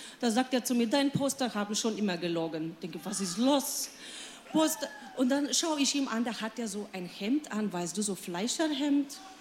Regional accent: Poland; German is a second language; Bitte nicht wundern, ich spreche ein bisschen komisch, weil ich komme aus Polen.

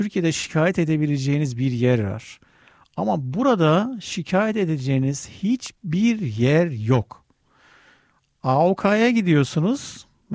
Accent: Germany; Bilemiyorum yani ben burada büyüdüm, burada yetiştim.

